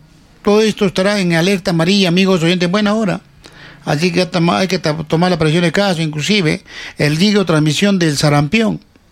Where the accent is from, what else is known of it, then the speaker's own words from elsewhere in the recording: Cerro Colorado, Arequipa, Peru; born there; now in Sachaca (Congata/Chumayo area), Peru; pues yo también, hijo cerreño, pero que tengo familia, siempre voy a mi distrito, que vuelve a mi tierra donde he nacido, ¿no? Donde me ha parido mi madre. Siempre voy, por más que vive en Congato Chumayo, yo siempre voy a Cerro Colorado.